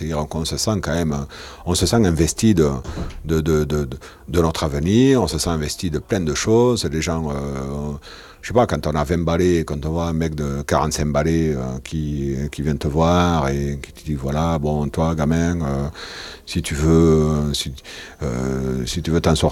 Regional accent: Lannemezan, Occitanie, France; Je suis des Pyrénées. Je suis à côté de Tarbes, Lannemezan, exactement.

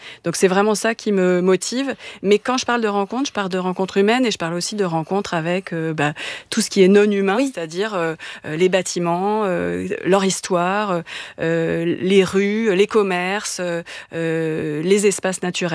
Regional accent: Paris, Île-de-France, France; je suis chorégraphe, je suis parisienne, j'accumule un peu les... les défauts.

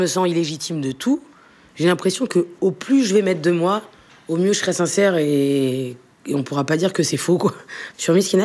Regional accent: Algeria; Je pense qu'on est français et on est algérien et c'est une force et c'est une richesse.

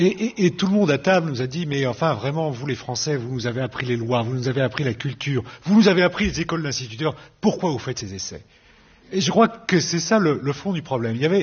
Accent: France; nous étions, en tant que Français, je ne dis pas soumis aux lazis du monde

